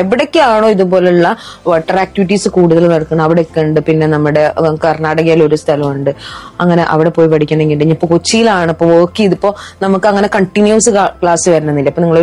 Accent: Pattambi, Kerala, India; born or raised there

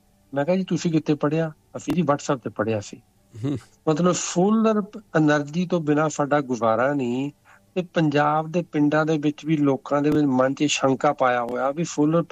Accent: Amritsar, Punjab, India; moved away as an adult; ਮੈਂ ਵੀ ਉਸੇ ਤੇ ਜੰਮਿਆ ਪੜਿਆ, 22 ਸਾਲ ਤੱਕ ਮੈਂ ਉੱਥੇ ਰਿਹਾ, ਇਦਾਂ ਦੀ ਹਨੇਰੀ ਚੱਕੜ ਕਦੀ ਨਹੀਂ ਵੇਖਿਆ।

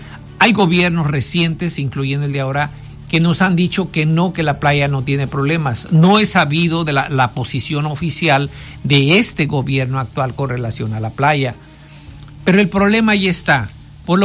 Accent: Vallecito de Zaragoza, Guerrero, Mexico; now in Zihuatanejo, Mexico; le decimos también allá en algunas personas en mi pueblo, en Vallecito de Zaragoza

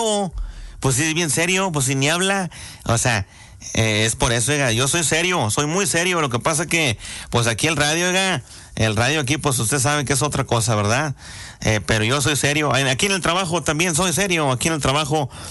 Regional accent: Las Conchas, Mexico; moved away; Allá en el rancho … Hay mucha gente, bueno, la mayoría de la gente en el rancho, allá en Las Conchas, de donde yo soy

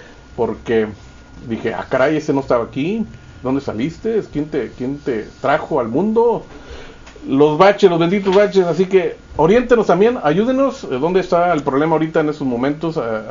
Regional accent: Tamaulipas, Mexico; also born or lived in Revolución Verde neighbourhood; Ah, yo soy de la López. Ah, bueno, soy de la Revolución Verde, pero crecí en el seno de la López Mateos.

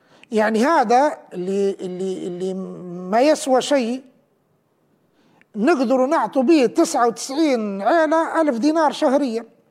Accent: Libya; إحني بدل كلنا كليبيين، كلنا واني منكم

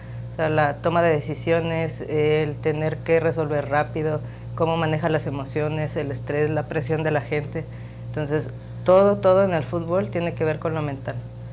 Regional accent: Guadalajara, Jalisco, Mexico; born there; now in Tamaulipas, Mexico; Soy de Guadalajara

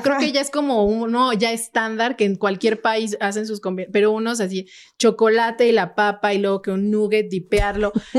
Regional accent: Mexico; yo como mexicana

